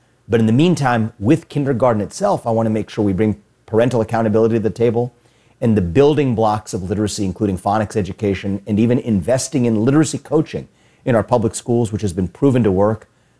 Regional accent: Cincinnati, Ohio, United States; in Cincinnati, my hometown

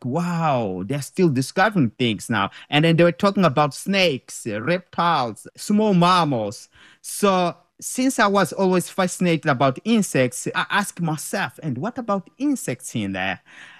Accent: Beira, Sofala, Mozambique; We grew up together in Beira.

